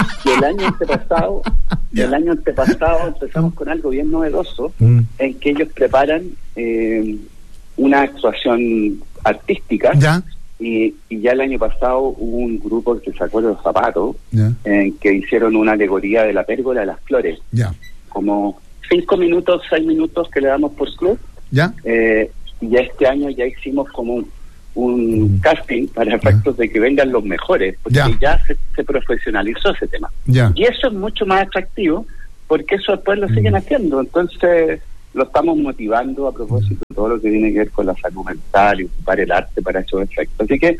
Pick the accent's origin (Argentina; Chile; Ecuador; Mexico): Chile; Los Andes, Valparaíso; no, soy andino